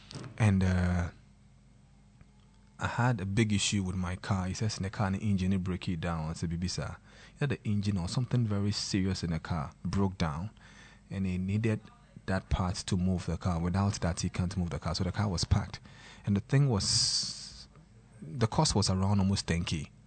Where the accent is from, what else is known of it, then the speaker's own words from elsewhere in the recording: Santia Fijase, Ghana; Anytime I go to my hometown, Santia Fijase, that's my father's side, but my mother's side is at Antiachim.